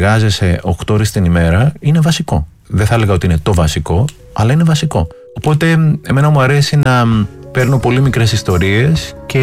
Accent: Greece; Έχουμε ένα πρόβλημα σαν Έλληνες.

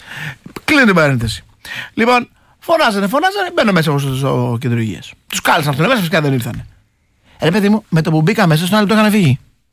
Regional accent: Kastoria, Western Macedonia, Greece

